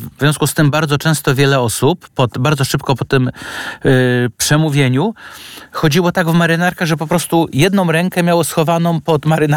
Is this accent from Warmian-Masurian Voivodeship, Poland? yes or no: no; Warsaw, Masovian Voivodeship, Poland; mimo że my obaj z szanownym panem redaktorem jesteśmy warszawiakami z dziada pradziada, ale nie koncentrujmy się tylko na naszej kochanej Warszawie